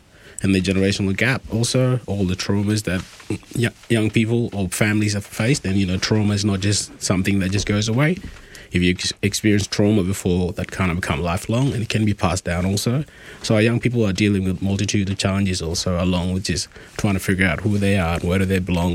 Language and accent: English; Australia; also born or lived in South Sudan; I reflect on myself as a South Sudanese, but I'm also Australian, and I'm a proud Australian also.